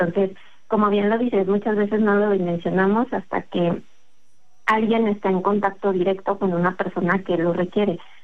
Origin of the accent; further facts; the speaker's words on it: Mexico; es parte de lo que nos caracteriza a los mexicanos